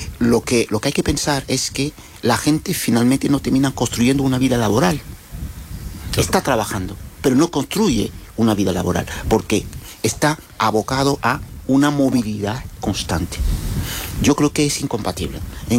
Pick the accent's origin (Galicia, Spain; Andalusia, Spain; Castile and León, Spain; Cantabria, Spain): Andalusia, Spain; Jerez de la Frontera; yo soy de barrio de San Miguel